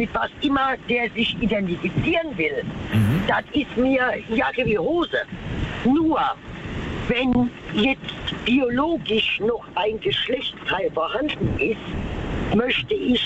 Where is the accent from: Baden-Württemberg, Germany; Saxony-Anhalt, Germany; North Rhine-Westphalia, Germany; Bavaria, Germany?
Baden-Württemberg, Germany; Mannheim; now in Dienstweiler, Germany; Also, ich bin gebürtig aus Mannheim und ich bin mit allen verschiedenen Sorten von Menschen groß geworden, ob jetzt Schwule, Lesbe, Transsexuelle, alle Türke, Italiener, Grieche, egal.